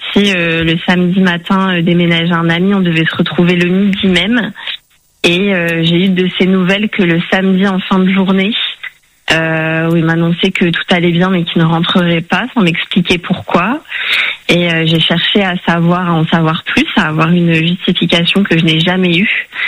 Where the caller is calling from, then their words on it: Lille, Hauts-de-France, France; J'ai 33 ans et j'habite à Lille, dans le Nord.